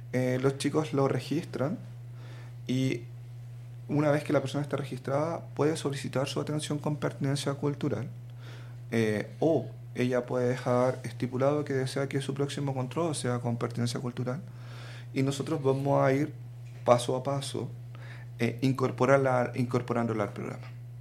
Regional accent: Chile

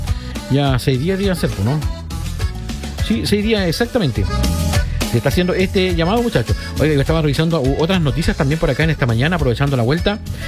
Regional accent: Chile; yo soy chileno, nosotros queremos que Chile le vaya bien

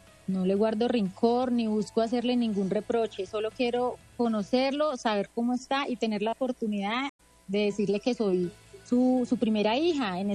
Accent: Cartago, Valle del Cauca, Colombia; born there; now in Medellín, Colombia; Nací en Cartago, en el Hospital Sagrado Corazón de Jesús.

